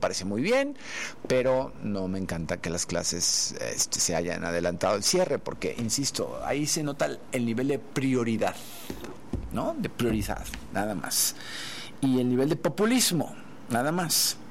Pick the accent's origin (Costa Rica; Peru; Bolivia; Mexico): Mexico; soy un mexicano que quiere lo mejor para este país